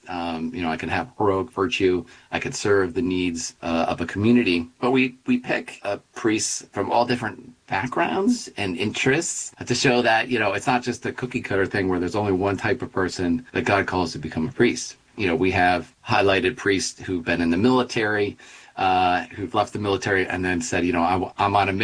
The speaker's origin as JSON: {"language": "English", "town": "Philadelphia", "region": "Pennsylvania", "country": "United States", "said": "I'm from Philadelphia, We have parishes that are closing and merging."}